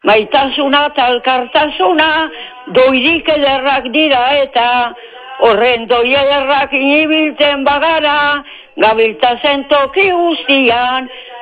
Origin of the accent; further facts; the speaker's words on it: Lekeitio, Basque Country, Spain; also born or lived in Bilbao; Leketxokoa, Leketxokoa. Leketxon bizi